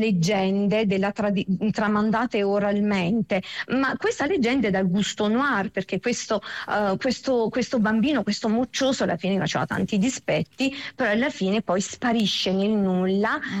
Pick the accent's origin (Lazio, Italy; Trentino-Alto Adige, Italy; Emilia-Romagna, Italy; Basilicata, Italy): Basilicata, Italy; Satriano di Lucania; also born or lived in Belgium